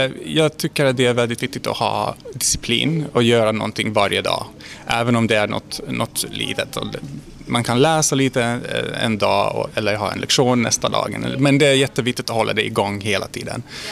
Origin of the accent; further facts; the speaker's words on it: Cluj-Napoca, Cluj County, Romania; first language Hungarian; Swedish is a second language; moved away; Jag är uppvuxen i Cluj-Napoca i Rumänien, i Transylvanien. Och ja, det finns en ungerspråkig minoritet då.